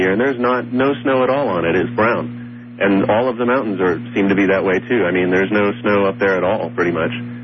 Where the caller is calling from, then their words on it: Denver, Colorado, United States; I'm calling right now from Colorado Springs, Colorado, but I live in Denver